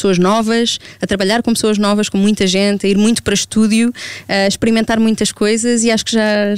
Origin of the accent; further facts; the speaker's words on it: Algarve, Portugal; moved away; tive que voltar à minha casa, tive que voltar ao Algarve. Tive uma semaninha para matar saudades de amigos e da minha terra.